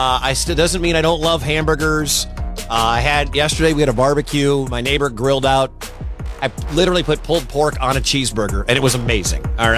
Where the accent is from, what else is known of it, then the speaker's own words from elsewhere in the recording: Detroit, Michigan, United States; you're going right after my hometown of Detroit's heart.